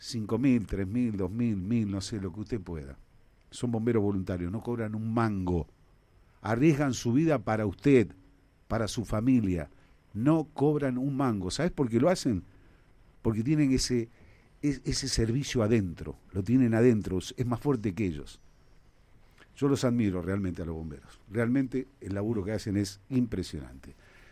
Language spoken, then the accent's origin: Spanish; Quilmes, Buenos Aires Province, Argentina; yo soy de Quilmes Oeste